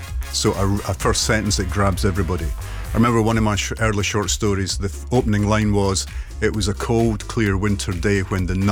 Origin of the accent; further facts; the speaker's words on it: Fife, Scotland, United Kingdom; born there